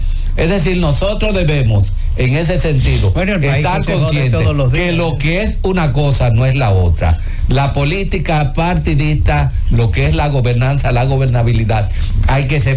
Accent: Dominican Republic; Como dominicano, debemos estar conscientes que el sentimiento patrio debe estar por encima de todo, de lo que son los intereses pa

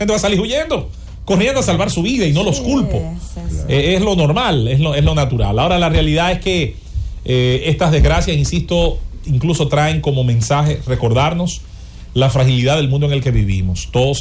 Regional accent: Santo Domingo, Distrito Nacional, Dominican Republic; born there; En la Francisco Rosario Sánchez con Enriquillo, hay una todavía en Azoya, en la esquina de la cuadra donde yo nací.

